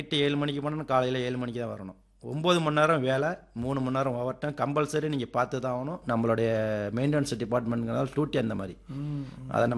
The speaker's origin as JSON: {"language": "Tamil", "town": "Papanasam", "region": "Tamil Nadu", "country": "India", "tie": "born there", "also_born_or_lived": "Chennai / Coimbatore / Dubai", "moved": "as an adult", "said": "ஆமா, பிறந்ததே கருப்பனார் கோட்டை தான்."}